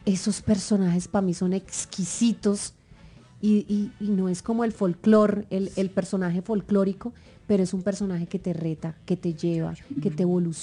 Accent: Cali, Valle del Cauca, Colombia; la puedo romper como caleña porque tengo las herramientas y he construido una cultura muy caleña durante toda mi vida.

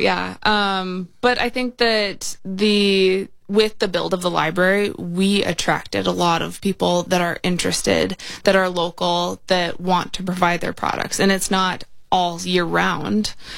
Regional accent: Minnesota, United States; born or raised there

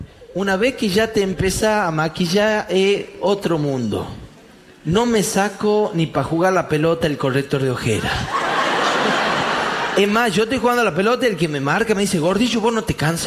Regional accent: Tucumán, Argentina; yo como buen tucumano pensando en chorearle algo, obviamente.

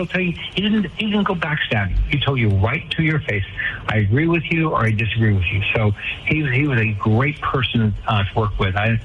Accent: Florida, United States; I'm from Florida, so we know how to work.

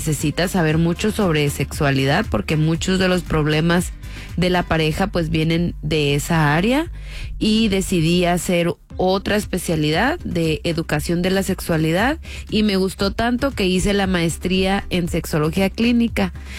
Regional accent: Tijuana, Baja California, Mexico; Sí, sí, sí, nací en Tijuana, pero mis padres son de Sinaloa, o sea, tengo sangre sinaloense, pero nací aquí en Tijuana, y toda la vida he vivido y estudiado y todo mi vida aquí en Tijuana. Amo Tijuana.

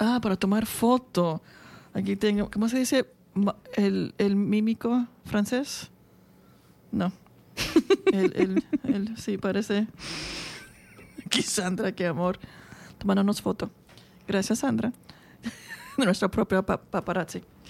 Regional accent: Venezuela; Y siendo venezolano, pues, esa conexión de con él.

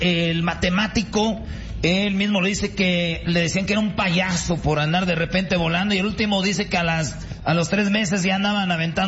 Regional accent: Michoacán, Mexico; yo soy de Michoacán

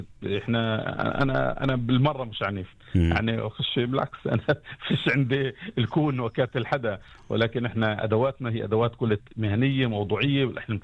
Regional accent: Umm al-Fahm, Haifa District, Israel; أم الفحم هي يعني العطاء بتعلموا من هنا.

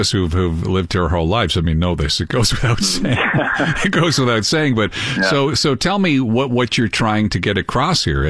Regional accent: Montreal, Quebec, Canada; accent: West Island; when I talk with my flawless West Island accent.

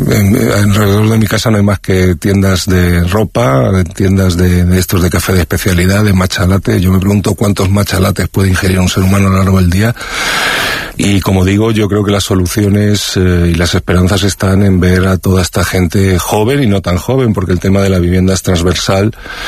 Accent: Madrid, Community of Madrid, Spain; Yo soy muy urbanita, yo soy de Madrid

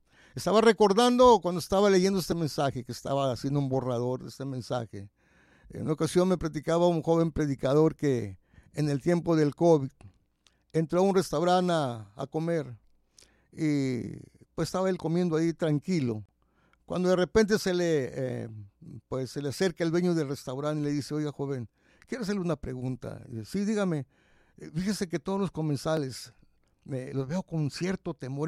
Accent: Ciudad Victoria, Tamaulipas, Mexico; born there; now in Monterrey, Mexico; Hace un par de años fui a Ciudad Victoria. Ahí nací en Ciudad Victoria.

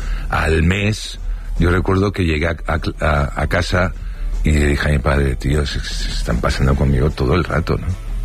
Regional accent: Barcelona, Catalonia, Spain; born there; Pero si yo nací en Barcelona, ¿por qué soy murciano?

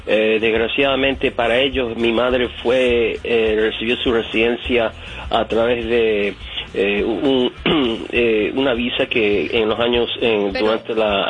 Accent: United States; born there; mi padre es de Puerto Rico y mi madre es del Ecuador, soy nacido en los Estados Unidos

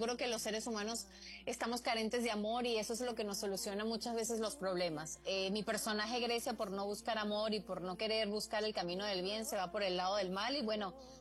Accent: Venezuela; moved away as an adult; now in Mexico; Wow, trabajando en México ya son 9 años y la verdad que muy agradecida con tu país, un país hermano pues del mío, yo soy venezolana.

